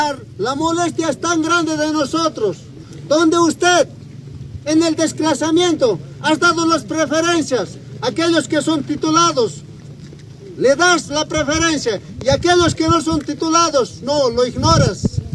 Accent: Potosí, Bolivia; como buenos coromeños, nos encontramos en la carretera Oruro Uyune, lugar llamado Cruce Coroma. Aquí nos encontramos todo el distrito municipal originario de Coroma

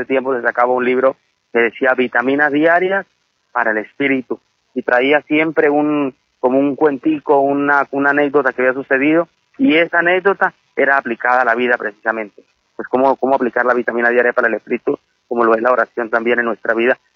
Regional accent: Venezuela

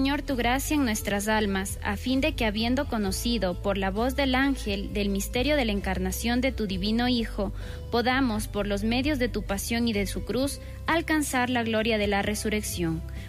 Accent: Ecuador; cambiemos de hábito como ecuatorianos.

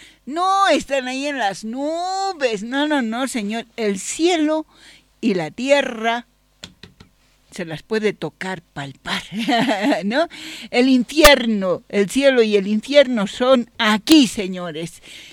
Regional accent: Bolivia; somos bolivianos y a mucha honra

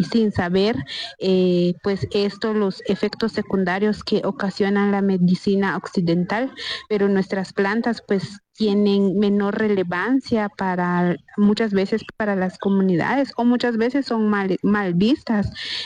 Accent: San Pedro La Laguna, Sololá, Guatemala; yo soy de San Pedro de la Laguna.

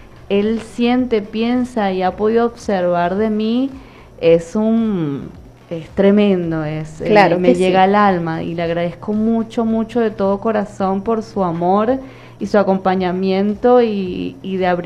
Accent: El Tigre, Anzoátegui, Venezuela

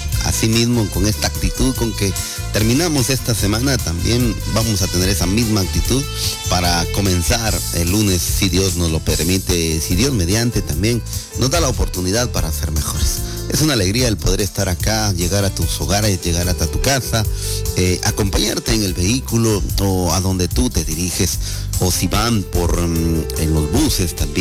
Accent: Guatemala; Es un dicho muy popular que nosotros tenemos acá los guatemaltecos

